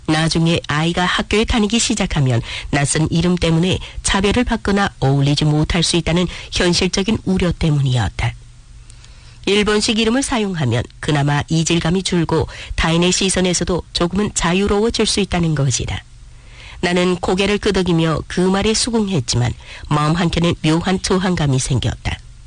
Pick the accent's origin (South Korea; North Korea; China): China; Jilin; now in Qingdao, China; 내게 고향이 어디냐고 묻는다면 한치의 망설임도 없이 연변이라 말하겠지만